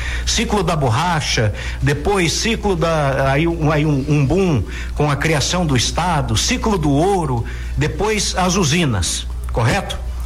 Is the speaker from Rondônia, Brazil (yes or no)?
yes; Rondônia, Brazil; also born or lived in Vilhena; Então eu tenho dito sempre que eu sou de Rondônia